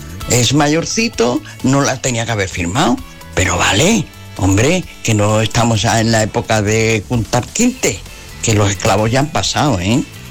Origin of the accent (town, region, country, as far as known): Alcorcón, Community of Madrid, Spain